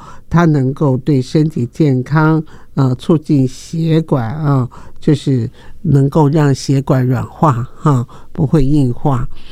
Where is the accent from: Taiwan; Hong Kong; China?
Taiwan; Kaohsiung; 我小时候在左营长大